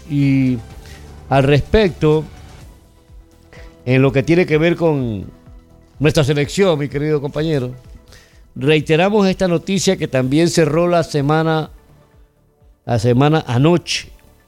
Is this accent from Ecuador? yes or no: yes; Ecuador; ¿Qué nos queda decir a nosotros como ecuatorianos desde nuestras casas, de nuestros hogares?